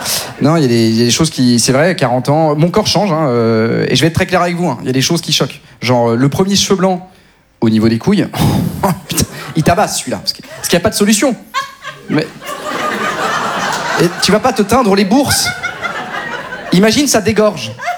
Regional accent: Neuilly, Île-de-France, France; Moi, donc concrètement, donc, je viens de Neuilly, famille nombreuse, mais en plus, j'ai été éduqué dans une éducation catho-tradi.

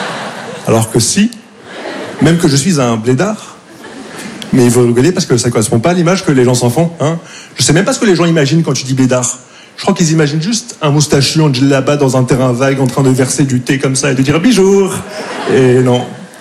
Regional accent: Casablanca, Casablanca-Settat, Morocco; j'ai grandi au Maroc, mais on dirait que ma voix est doublée par un mec qui s'appelle Maximilien, qui a vécu en Auvergne au Moyen-Âge. Je viens de Casablanca et je parle comme si je venais du 16e.

